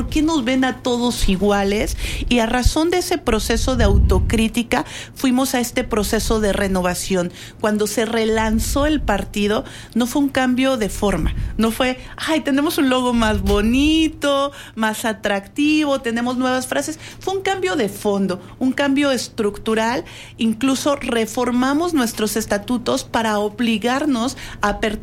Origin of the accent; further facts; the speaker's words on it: Zacatecas, Mexico; yo soy de Zacatecas